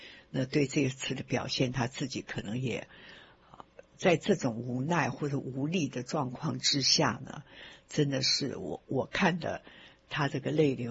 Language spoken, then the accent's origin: Chinese; China; 唉，所以说我们中国人说成者为王败者为寇这也是没有办法的事情